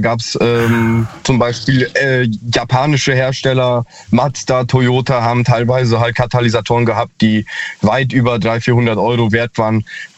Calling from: Hesse, Germany

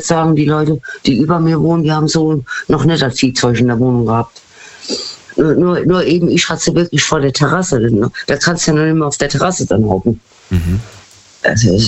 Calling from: Rhineland-Palatinate, Germany; Aus dem Westerwald.

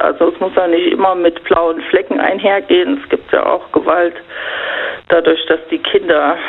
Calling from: Rhineland-Palatinate, Germany; Ja, RPR Einzugsgebiet Rheinland-Pfalz.

